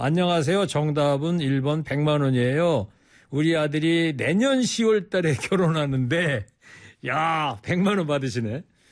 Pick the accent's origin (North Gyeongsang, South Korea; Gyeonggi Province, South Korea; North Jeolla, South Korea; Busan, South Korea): Gyeonggi Province, South Korea; Anseong; moved away; 제가 지난주에 제 고향 안성 갔다 왔는데